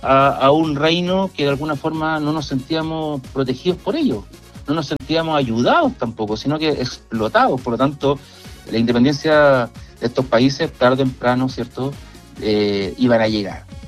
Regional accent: Chile; nosotros ya somos chilenos

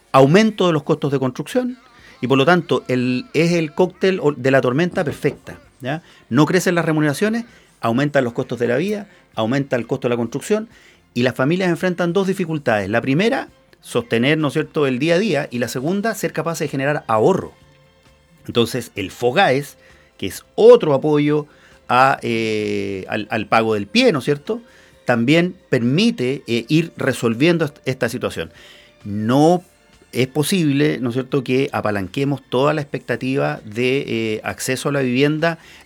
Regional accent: Chile; como chilenos, digamos, estamos empeñados y convencidos de que el esfuerzo es lo que nos mueve

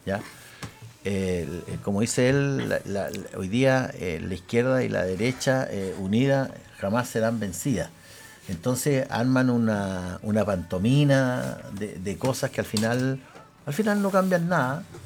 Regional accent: Chile; ya como chilenos estamos cabreados.

